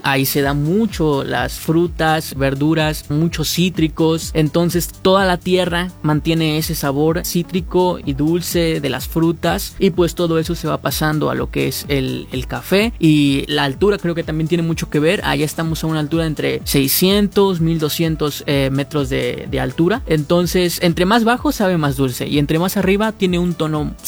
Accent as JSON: {"language": "Spanish", "town": "Huehuetla", "region": "Hidalgo", "country": "Mexico", "said": "soy estudiante de la carrera de creación y desarrollo de empresas y soy del municipio de Huehuetla, Hidalgo"}